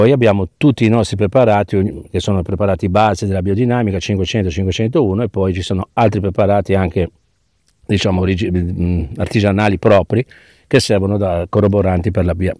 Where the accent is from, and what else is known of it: Genoa, Liguria, Italy